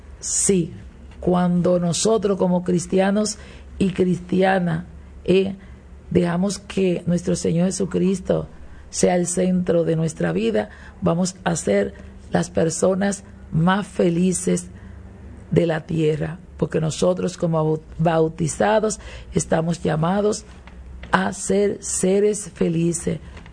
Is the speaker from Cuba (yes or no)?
no; Dominican Republic